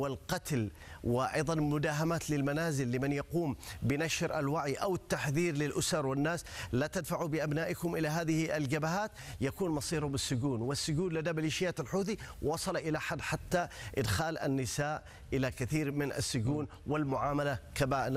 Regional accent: Yemen; نحن مواطنين يمنيين

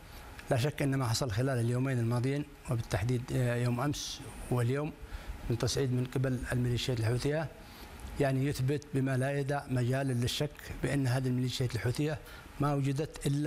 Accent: Yemen; نحن كيمنيين

